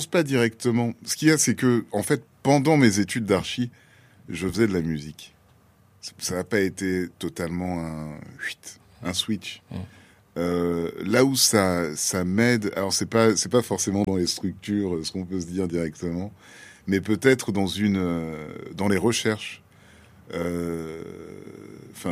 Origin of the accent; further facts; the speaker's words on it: Dakar, Senegal; Donc, c'était tout parce que comme j'ai grandi à Dakar, il y a tout un pan aussi de la jeunesse diasporique que je n'ai pas forcément.